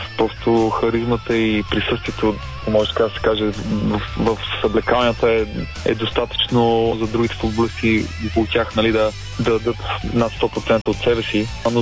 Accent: Plovdiv, Plovdiv Province, Bulgaria; moved away; все пак израснах като фен на Левски, като дете, въпреки че съм от Пловдив.

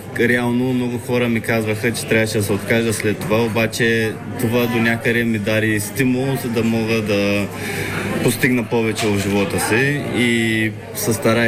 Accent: Sliven, Sliven Province, Bulgaria; България е живот за мене. България е щастието, което ми е помогнало да стигна това, което съм. Сливен е моя роден град.

